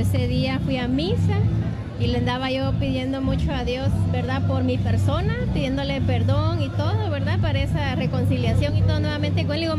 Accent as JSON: {"language": "Spanish", "town": "Gilroy", "region": "California", "country": "United States", "said": "vengo de la ciudad de Gilroy, California, cerca de San José"}